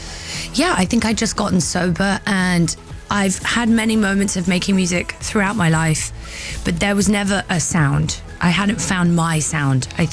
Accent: United Kingdom; moved away; I'm so proud of being British. I'm so proud. But I haven't lived here in a long time.

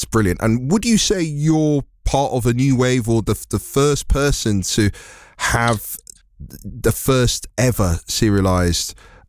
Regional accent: London, United Kingdom; as a Londoner

